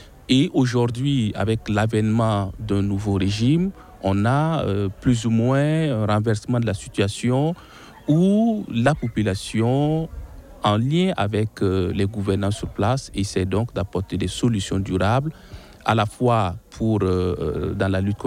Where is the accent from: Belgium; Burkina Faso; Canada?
Burkina Faso; Alors, moi, je suis du Burkina Faso